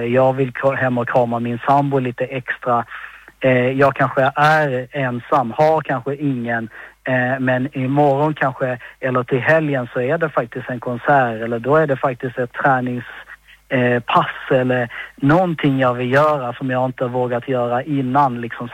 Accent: Malmö, Skåne, Sweden; now in Stockholm, Sweden; Malmö är min hemstad och det är jättevackert och jättefint. Numera bor jag i Stockholm och nästan granne med Kristin.

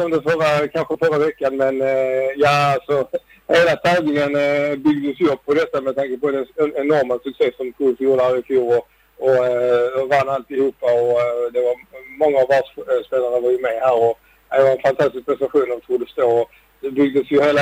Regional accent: Sweden

